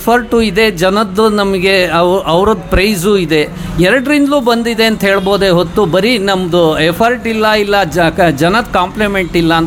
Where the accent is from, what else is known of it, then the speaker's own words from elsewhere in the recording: Shivamogga, Karnataka, India; ನಾನು ಹುಟ್ಟಿದ್ದು ಶಿವಮೊಗ್ಗದಲ್ಲಿ 1974. ಆಮೇಲೆ ಈ ಓದಿರೋದೆಲ್ಲ ಶಿವಮೊಗ್ಗ ಸಿಟಿಲೇ.